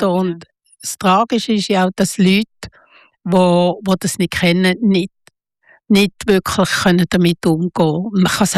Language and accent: German; Basel, Basel-Stadt, Switzerland; ich bin in Basel aufgewachsen, oder?